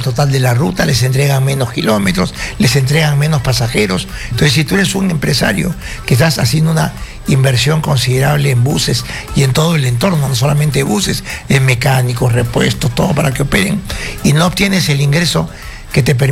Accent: Peru; Como peruanos, ¿por quién debemos votar?

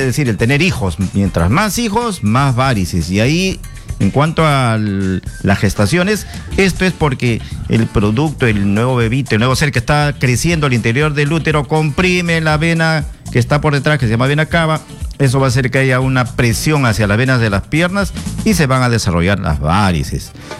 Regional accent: Canta, Lima, Peru; now in Lima, Peru; yo soy de Canta, la sierra

